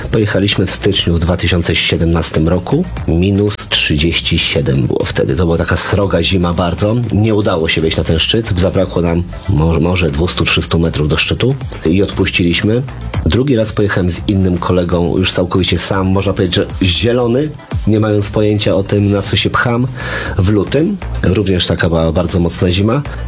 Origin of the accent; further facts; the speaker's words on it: Płock, Masovian Voivodeship, Poland; urodziłem się w Płocku.